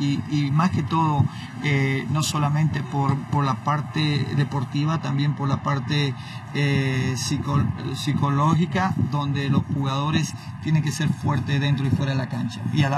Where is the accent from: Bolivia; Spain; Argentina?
Bolivia; Santa Cruz; Yo soy de Santa Cruz, Bolivia.